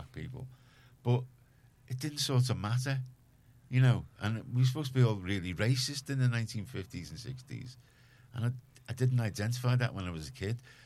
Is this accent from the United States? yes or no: no; Liverpool, North West England, United Kingdom; I grew up in Garston, and you know, there wasn't a lot of black people there